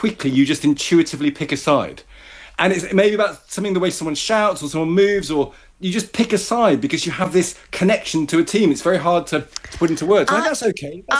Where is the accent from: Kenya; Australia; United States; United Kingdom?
United Kingdom; I'm very proud of Britain and being British